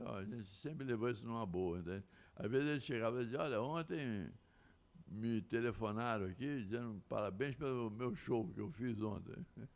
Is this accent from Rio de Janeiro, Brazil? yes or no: no; Minas Gerais, Brazil; nós dois somos mineiros.